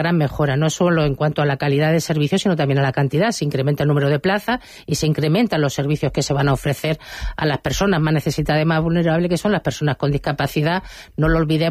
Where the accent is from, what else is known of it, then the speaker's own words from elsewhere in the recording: Linares, Andalusia, Spain; soy de Linares